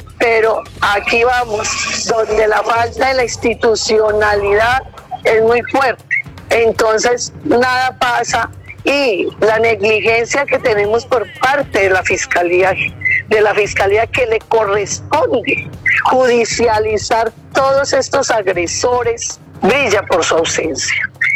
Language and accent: Spanish; Arauca, Caldas, Colombia; especialmente en mi pueblo Arauca